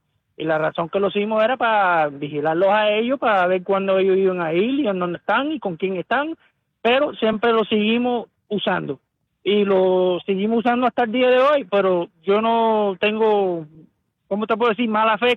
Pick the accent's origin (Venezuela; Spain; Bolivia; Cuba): Cuba; la mujer mía es americana negra y yo soy cubano potorro.